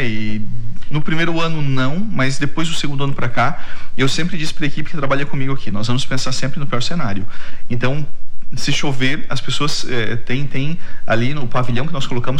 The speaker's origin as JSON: {"language": "Portuguese", "country": "Brazil", "moved": "yes", "said": "Eu sou do interior."}